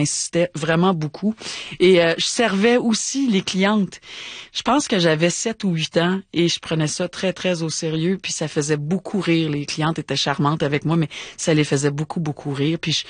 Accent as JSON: {"language": "French", "town": "Montreal", "region": "Quebec", "country": "Canada", "tie": "born or raised there", "said": "puis tellement qu'elle avait une boutique de vêtements à Villemar, dans le sud-ouest de Montréal, là où j'ai grandi."}